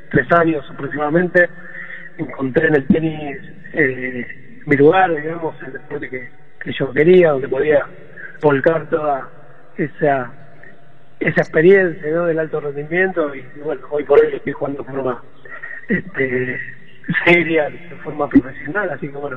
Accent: Argentina; nos encontramos acá como argentino

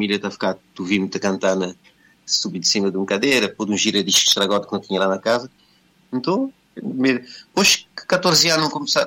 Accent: Mindelo, São Vicente, Cape Verde; moved away as an adult; now in Lisbon, Portugal; eu nasci na São Vicente. Minha pai é de praia, minha mãe é de São Nicolau. … Minha mãe é Augusta, lá de São Nicolau.

